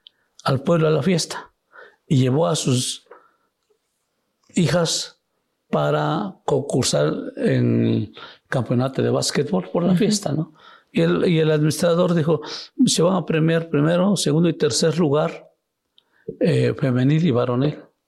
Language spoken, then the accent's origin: Spanish; Taneche, Oaxaca, Mexico; porque ellos no tenían recursos ni para viajar de Taneche, que es mi pueblo, a la ciudad de Oaxaca.